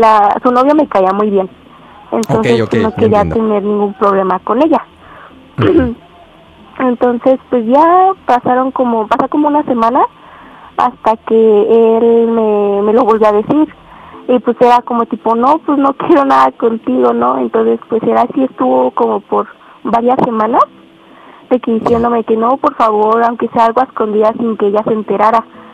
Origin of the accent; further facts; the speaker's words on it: State of Mexico, Mexico; Tengo 13 años y soy del Estado de México.